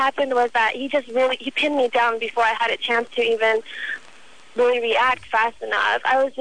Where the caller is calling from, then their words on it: Bay Area, California, United States; I'm actually from the Bay Area.